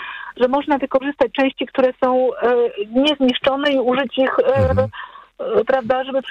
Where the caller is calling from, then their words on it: Lesser Poland, Poland; ja mieszkam pod Krakowem